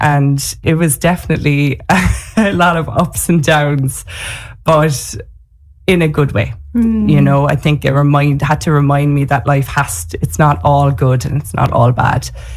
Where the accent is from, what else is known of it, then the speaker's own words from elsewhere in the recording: Ireland; I'm very Irish.